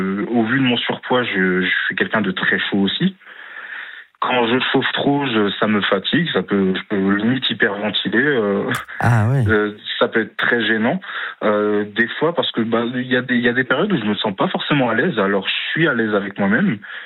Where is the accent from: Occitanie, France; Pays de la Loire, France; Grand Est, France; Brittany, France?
Grand Est, France